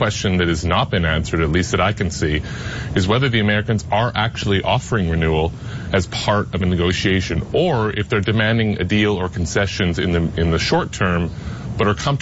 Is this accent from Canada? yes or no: yes; Canada; now in United States; I mean, I don't mean to be rude. I'm Canadian. You know, how dare I? But it's just not on the radar down here.